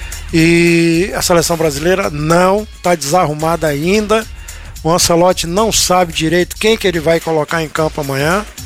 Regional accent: Brazil; como brasileiro que sou

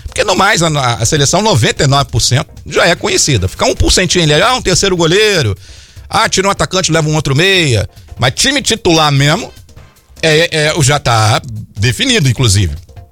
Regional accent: Brazil; a gente é brasileiro, irmão. A gente é brasileiro

